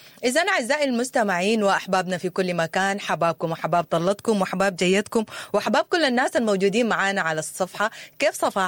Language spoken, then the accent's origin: Arabic; Sudan; احنا كسودانيين